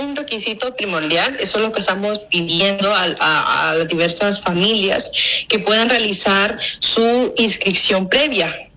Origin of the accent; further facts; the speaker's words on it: Tegucigalpa, Francisco Morazán, Honduras; yo soy de Tegucigalpa.